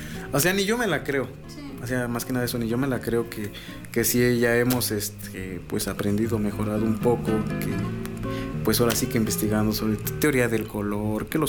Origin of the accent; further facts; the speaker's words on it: Mexico; doy gracias de ser de Santana, pertenecer a Santana